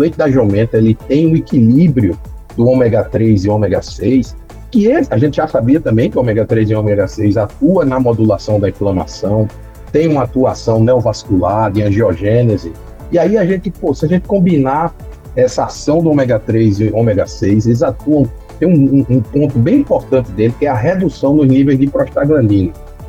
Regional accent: Northeast Region, Brazil; Eu sou do Nordeste, então no Nordeste a gente recebeu uma demanda da Polícia Rodoviária Federal

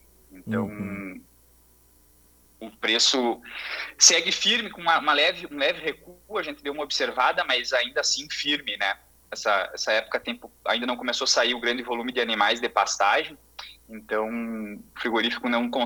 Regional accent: Santiago, Rio Grande do Sul, Brazil; Sou natural do município de Santiago, produzo na região do município de Itaqui e hoje falo daqui do Recanto Maestro

